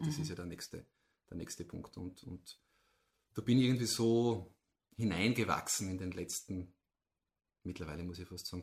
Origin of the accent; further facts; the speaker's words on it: Eibiswald, Styria, Austria; ich komme aus Eibiswald